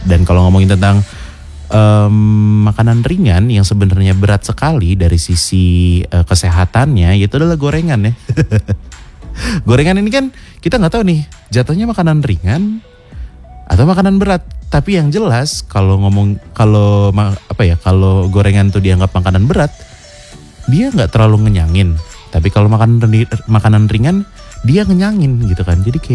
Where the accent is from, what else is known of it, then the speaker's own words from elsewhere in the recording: Indonesia; gue bisa lahir besar tinggal di Indonesia